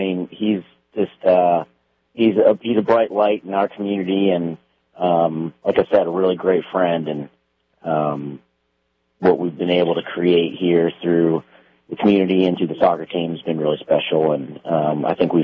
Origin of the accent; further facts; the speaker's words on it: Cincinnati, Ohio, United States; I grew up here in Cincinnati, and you can't really grow up in Cincinnati and not cheer on the Reds.